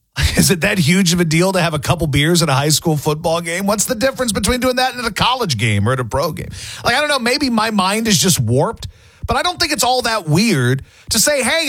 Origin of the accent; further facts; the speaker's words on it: Louisiana, United States; I grew up in Louisiana